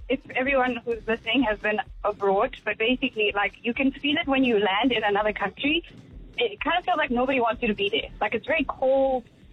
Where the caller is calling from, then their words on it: South Africa; when you come to South Africa, like, the second you land in any one of our airports, it's just like, oh, man, like, I'm right back at home.